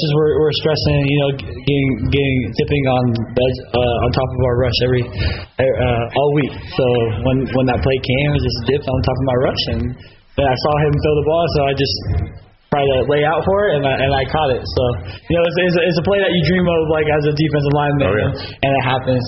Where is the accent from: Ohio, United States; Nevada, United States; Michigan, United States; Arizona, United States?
Arizona, United States; And also Arizona, of course, I'm from Arizona. I'm from the Valley, but we're going down to Tucson.